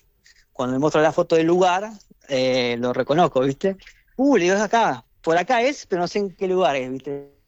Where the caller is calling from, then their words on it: Mar del Plata, Buenos Aires Province, Argentina; De Mar del Plata.